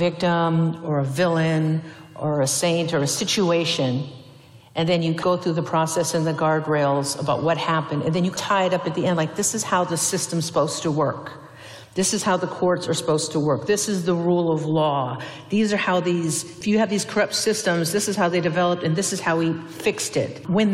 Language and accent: English; Puyallup, Washington, United States; a role member of the Blackfeet Nation, born and raised on the Puyallup, a stepdad's Yakima.